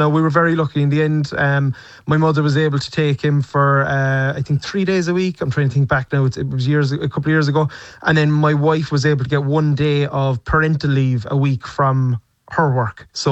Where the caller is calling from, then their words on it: Ballincollig, Munster, Ireland; we're from Ballincollig